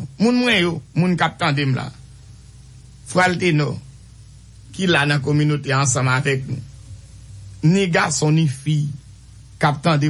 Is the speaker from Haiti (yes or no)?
yes; Haiti; Mais comme moi-même, je suis haïtien.